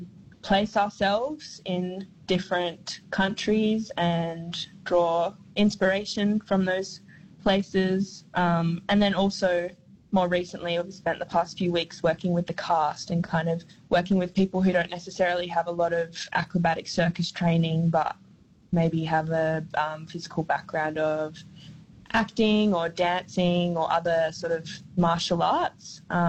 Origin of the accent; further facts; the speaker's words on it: Alice Springs, Northern Territory, Australia; but then also back in my hometown of Mbantwa, Alice Springs.